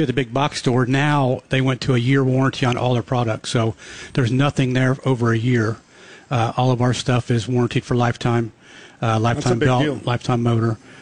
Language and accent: English; Kentucky, United States; born there; I was born in Cincinnati, Ohio area. In Northern Kentucky, but it's big up there.